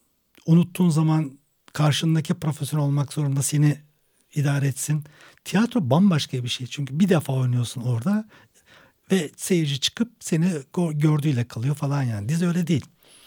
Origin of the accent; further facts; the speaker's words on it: Çan, Çanakkale, Turkey; born there; sadece doğduğum kasaba, Çanakkale'nin Çan ilçesindeki yerel bir muhabir var